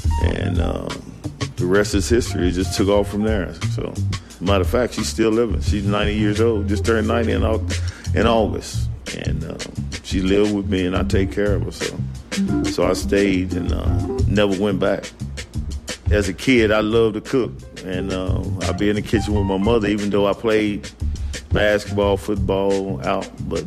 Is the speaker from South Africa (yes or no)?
no; Charleston, West Virginia, United States; Well, I grew up right here in Charleston, West Virginia.